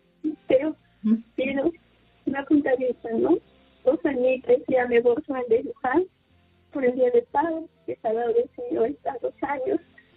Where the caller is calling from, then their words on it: Tambo de Mora, Ica, Peru; Llamo de Chincha, Tambo de Mora.